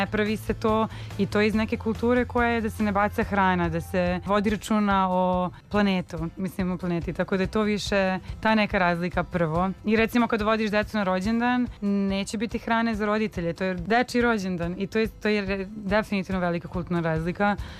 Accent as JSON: {"language": "Serbian", "country": "Serbia", "accent": "Serbian", "lives_now": "Slovenia", "said": "nije odmah identifikovao da imam srpski akcenat, nego je mislio da imam akcenat iz jedne druge regije u Sloveniji"}